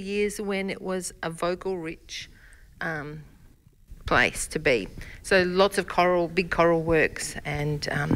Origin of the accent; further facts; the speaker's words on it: Queensland, Australia; moved away; also born or lived in Tanunda; No, I've been here 33 years, but I grew up in Queensland. And then after a while, I went and lived in Tanunda for a couple of years.